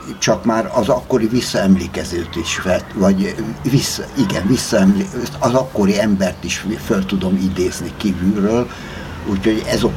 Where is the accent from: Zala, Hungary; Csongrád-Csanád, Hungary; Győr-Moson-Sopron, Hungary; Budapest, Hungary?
Budapest, Hungary; az anyai nagyapám, akik neveltek engem ott Teleki téren.